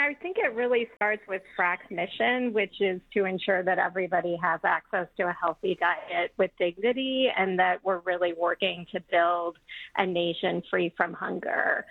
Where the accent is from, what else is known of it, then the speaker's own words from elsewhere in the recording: Toledo, Ohio, United States; I grew up in Toledo, 70s and 80s